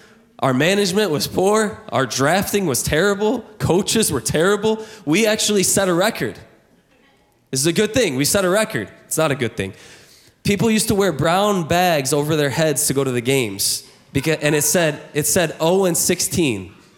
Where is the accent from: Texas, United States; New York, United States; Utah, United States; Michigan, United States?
Michigan, United States; now in Louisiana, United States; Growing up in Michigan, our professional football team is the Detroit Lions.